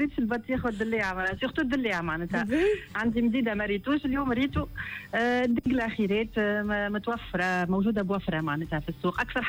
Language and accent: Arabic; Sousse, Sousse Governorate, Tunisia; هو الرمان يفرق من بلاصه لبلاصه, مش كيما عندنا في سوسه كيما في جابس كيما في في سيدي بوزيد